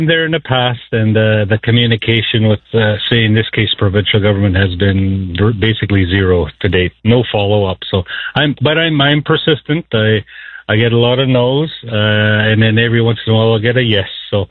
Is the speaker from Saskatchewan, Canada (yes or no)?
yes; Saskatchewan, Canada; first language Cree; English is a second language; We spoke Cree first before we even went to school. We learned English in elementary school in Paignton, Saskatchewan, but I always remember hearing the language.